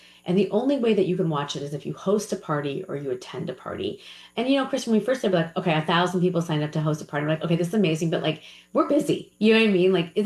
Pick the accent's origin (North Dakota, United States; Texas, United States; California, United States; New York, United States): New York, United States; I think, look, I'm a New Yorker.